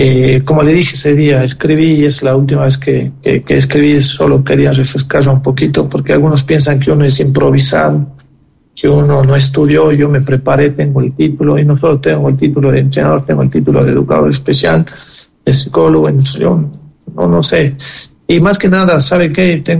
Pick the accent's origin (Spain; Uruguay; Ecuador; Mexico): Ecuador; es un sentir como ecuatoriano